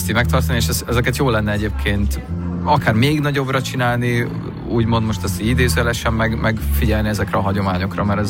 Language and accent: Hungarian; Sopron, Győr-Moson-Sopron, Hungary; Hát most én tanítom a Csalafinta táncegyüttest, egyébként Sopronból származok, meg a … brácsás vagyok.